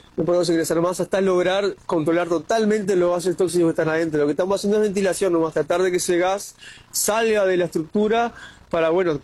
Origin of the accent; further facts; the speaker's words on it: Uruguay; Pues en este momento somos 6 efectivos de Uruguay.